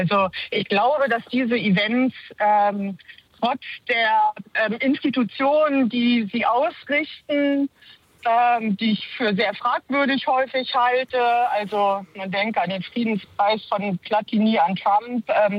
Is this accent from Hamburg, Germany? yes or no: yes; Hamburg, Germany; ich glaube schon, dass die Sachen, die für Hamburg geplant sind, mir persönlich gut gefallen. Aber ich bin ja auch Hamburgerin, also wird schon schön sein.